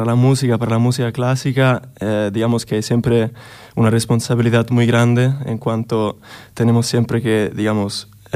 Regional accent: Rome, Lazio, Italy; Pues yo nací en Roma

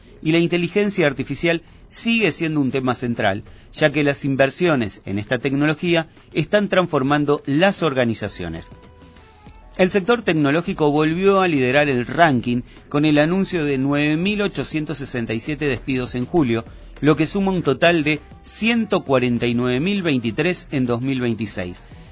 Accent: Argentina

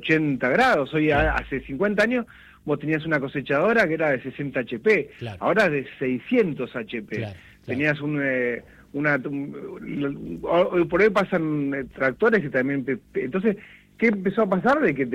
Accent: Junín, Buenos Aires Province, Argentina; yo por ejemplo, yo soy acá de Junín. Sí. Acá en Junín, dentro de todo, me ha pasado de cuando llueve, salís, pero vas a Pergamino y te quedás seguro.

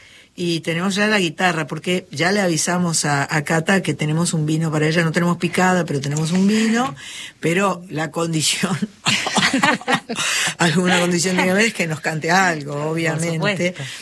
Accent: Argentina; Es que nosotros somos argentinos, pero somos latinoamericanos.

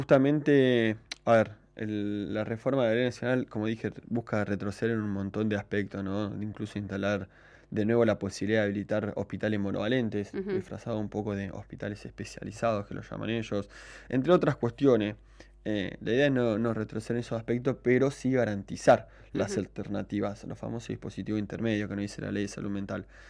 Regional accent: Río Gallegos, Santa Cruz, Argentina; Yo me crié en Santa Cruz y en Río Gallegos particularmente

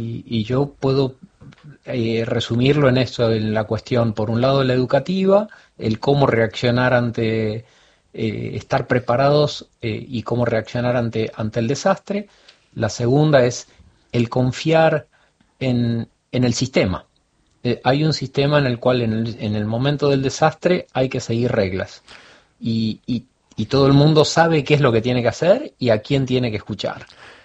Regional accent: Buenos Aires, Argentina; also born or lived in United States / France; desde los 6 años hasta la universidad estuve en Buenos Aires.

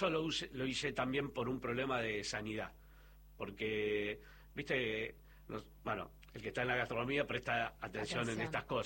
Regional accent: Argentina; Y porque somos argentinos.

